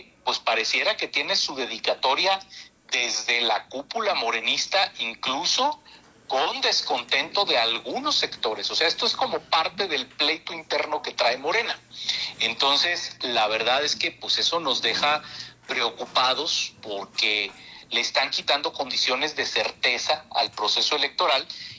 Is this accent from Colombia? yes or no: no; Mexico; al igual que todos los mexicanos, estoy muy ilusionado de que podamos tener un mundial histórico.